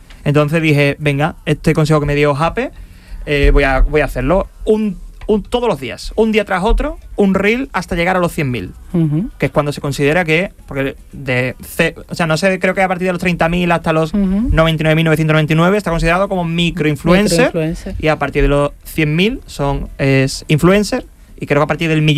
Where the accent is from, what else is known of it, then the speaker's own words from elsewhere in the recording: Andalusia, Spain; soy muy andalucista, y verdad que lo soy, muy andaluz y andalucista